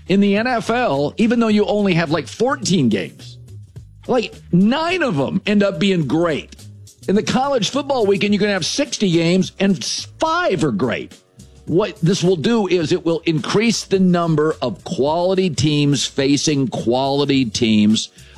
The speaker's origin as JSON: {"language": "English", "region": "West Coast", "country": "United States", "tie": "born or raised there"}